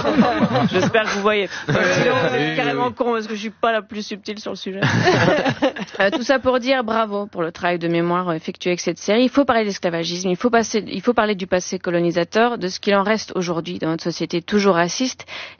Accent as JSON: {"language": "French", "country": "Belgium", "said": "Moi, je suis belge"}